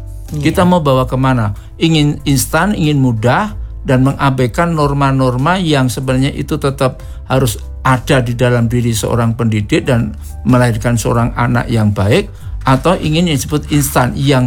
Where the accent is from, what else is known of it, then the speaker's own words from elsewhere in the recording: Java, Indonesia; seperti saya orang Jawa, istri saya orang Ambon.